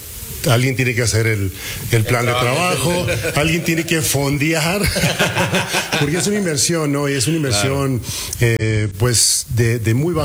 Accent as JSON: {"language": "Spanish", "region": "Chihuahua", "country": "Mexico"}